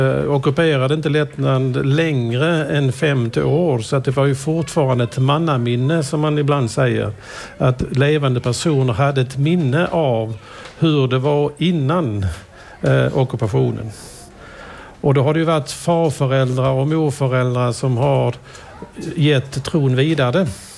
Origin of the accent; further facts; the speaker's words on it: Skåne, Sweden; moved away; also born or lived in Latvia; Som österlenare, som skåning.